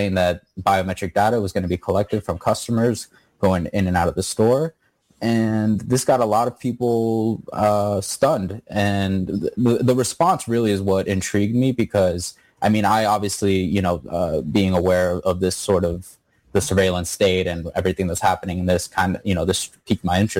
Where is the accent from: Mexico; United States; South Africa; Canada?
United States; New York; I'm from New York, so I'm always reading sources or publications like Gothamist